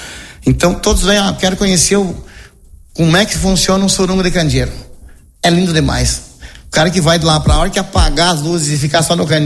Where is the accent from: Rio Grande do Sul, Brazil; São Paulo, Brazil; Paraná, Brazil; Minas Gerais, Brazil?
Rio Grande do Sul, Brazil; E te garanto que dentro daquela criação antiga que os nossos antepassados trouxeram para nós enquanto gaúcho, sabe, é muito satisfatório.